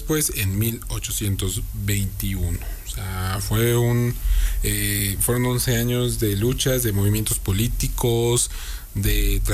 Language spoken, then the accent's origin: Spanish; Mexico; pues las redes sociales nos unimos como mexicanos y defendemos esa patria.